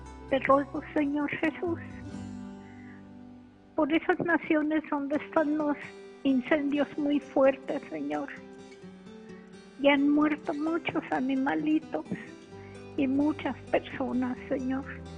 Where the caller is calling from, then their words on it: Guadalajara, Jalisco, Mexico; De aquí, de Guadalajara.